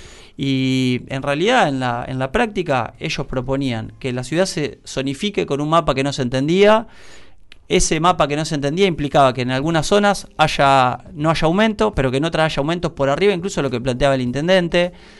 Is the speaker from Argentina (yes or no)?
yes; Santa Fe, Argentina; como argentinos, como santafesinos y como villenses